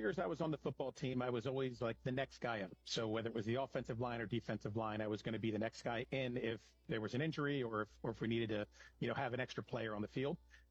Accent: Wilmington, Delaware, United States; I grew up the youngest of two. I have one older brother, and Wilmington, Delaware is the home.

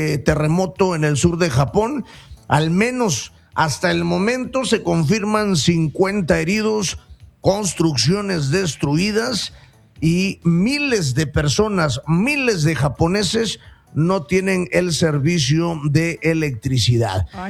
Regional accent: Siltepec, Chiapas, Mexico; en mi pueblo, en Siltepec

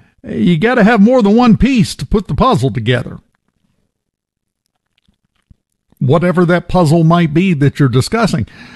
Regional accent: Macomb, United States; born there; I was born in Macomb in 1967 in the old city hospital downtown, the big abandoned building now.

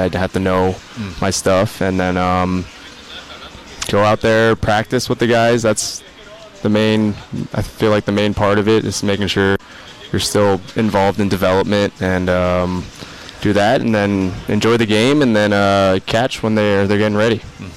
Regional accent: Japan; So I grew up in Japan, and I speak some Japanese, so my first job was an interpreter for Kikuchi, Yusei Kikuchi.

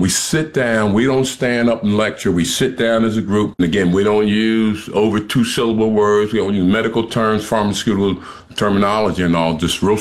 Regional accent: Camden, New Jersey, United States

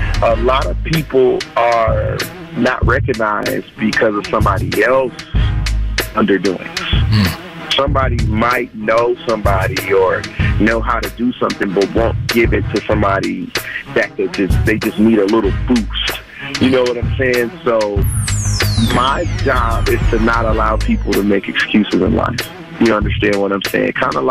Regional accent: Milwaukee, Wisconsin, United States; born or raised there

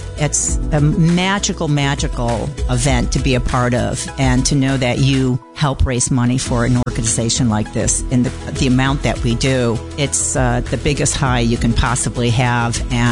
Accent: Mecklenburg, New York, United States; I'm from the Mecklenburg area outside of Ithaca

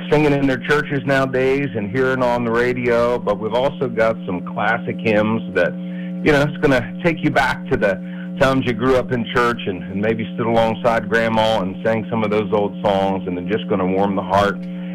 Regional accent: West Virginia, United States; rainy, foggy morning up here near Deep Creek Lake, Maryland, but I'm looking forward to being back in my home state of West Virginia this weekend

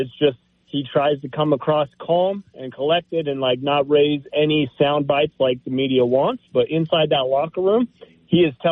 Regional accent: Utah, United States; I was born and raised in Utah

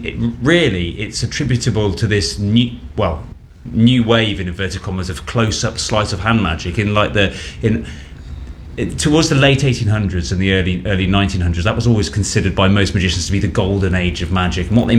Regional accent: United Kingdom; certainly in the UK, it's where I'm from, you can tell by my Kentucky accent

